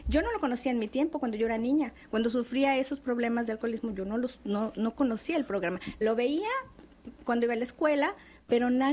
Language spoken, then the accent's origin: Spanish; Mexico City, Mexico; Soy del centro del país, de Ciudad de México.